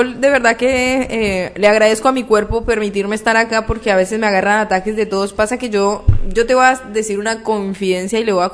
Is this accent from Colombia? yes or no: yes; Colombia; now in Argentina; solo éramos 2 de Argentina. Una de la Universidad de Córdoba y yo, que ni, mira, siquiera era argentina, era colombiana.